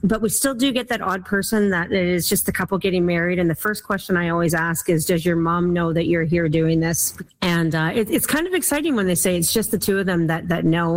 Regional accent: Saskatchewan, Canada; I love it. I'm from Saskatchewan, so I love a good Saskatchewan girl.

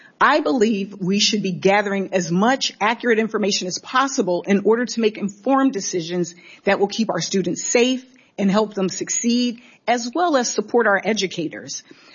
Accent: Delaware, United States; born or raised there

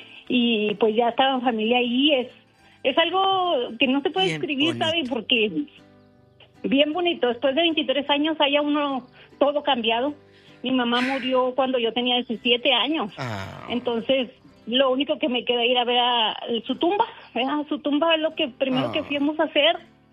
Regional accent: Ciudad Juárez, Chihuahua, Mexico; moved away; Mire, yo soy de Ciudad Juárez.

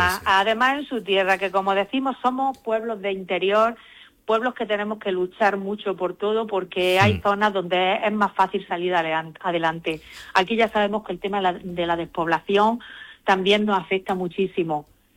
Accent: Cantoria, Andalusia, Spain; no solo lo disfrutamos los cantorianos y las cantorianas

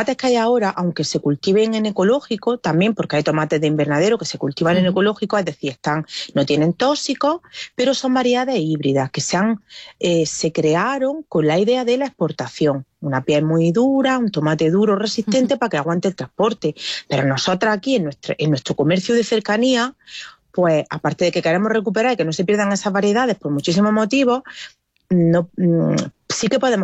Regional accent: Abla, Andalusia, Spain; en mi territorio, en mi comarca, yo soy de Abla

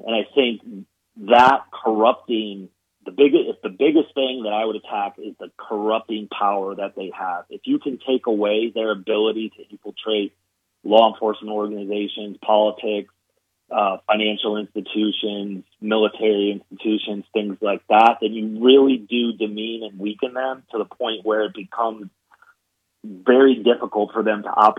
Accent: New York, United States; I grew up in the New York public school system

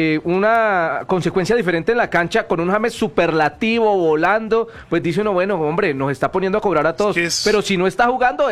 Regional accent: Colombia; a mí me molesta como colombiano también.

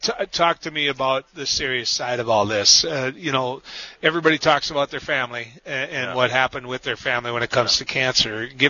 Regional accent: Grand Rapids, Minnesota, United States; Yeah, my son-in-law, I grew up in Grand Rapids. Big Gopher fan

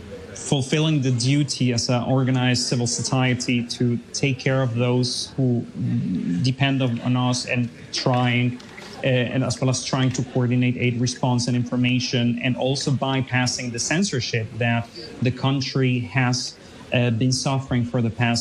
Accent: Caracas, Capital District, Venezuela; I myself, I'm from Caracas, and then there is this also very large city called Barquisimeto, where my mother is from, over a million inhabitants, where we still have rather older relatives.

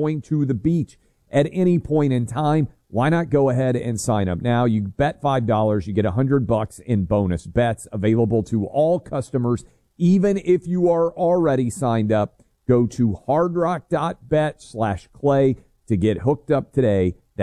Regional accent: Tennessee, United States; my home state of Tennessee

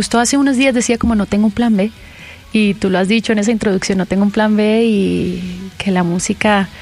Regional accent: Santander, Colombia; moved away; also born or lived in Bogotá; Yo soy santandereana

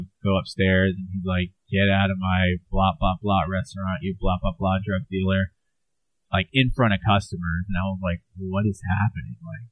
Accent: Florida, United States; I grew up here in Florida and just had a party

